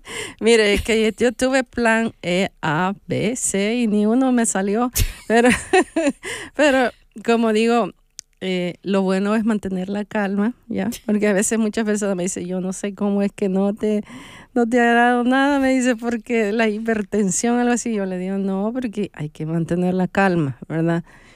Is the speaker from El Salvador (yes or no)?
yes; El Salvador; pues no solo de El Salvador, pero bueno, siendo salvadoreña, yo quisiera tener algo salvadoreño